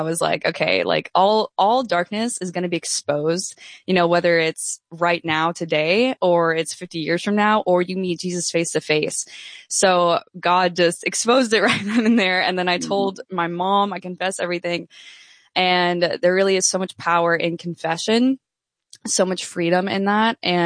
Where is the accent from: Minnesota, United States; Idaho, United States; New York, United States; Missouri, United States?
New York, United States; born and raised in New York.